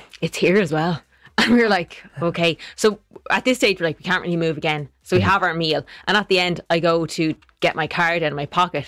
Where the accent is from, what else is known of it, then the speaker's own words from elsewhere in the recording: Ireland; we're Irish.